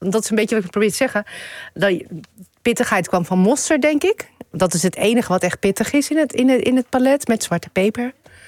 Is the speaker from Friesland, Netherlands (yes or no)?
yes; Leeuwarden, Friesland, Netherlands; Ik ben opgegroeid in Leeuwarden, in Friesland, ja, met een Surinaamse moeder.